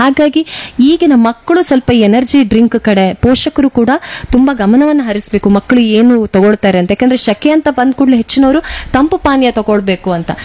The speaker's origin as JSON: {"language": "Kannada", "region": "Karnataka", "country": "India", "said": "ಯಾಕಂದ್ರೆ ಈಗ ಈ ಬಿಸಿಲಾಘಾತದಿಂದ ನಮ್ಮ ಊರಲ್ಲಿ 40°C ಇಲ್ಲದೆ ಇದ್ರೂ ಸಹ 35°C ನಮ್ಗೆ ಸಾಕಾಗ್ತದೆ ಉಡುಪಿ ಮಂಗಳೂರಿನವರಿಗೆ."}